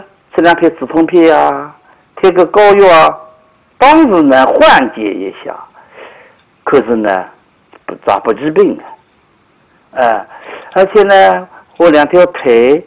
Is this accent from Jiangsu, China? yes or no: yes; Nanjing, Jiangsu, China; 75岁了。